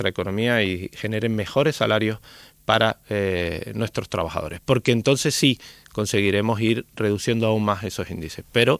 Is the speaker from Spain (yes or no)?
yes; Canary Islands, Spain